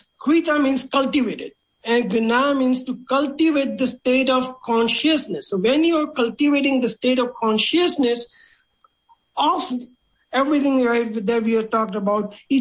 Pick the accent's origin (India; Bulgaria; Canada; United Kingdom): India; primarily when we are growing up in India, every time we did the prayers, there are two prominent prayers that we did it most of the time.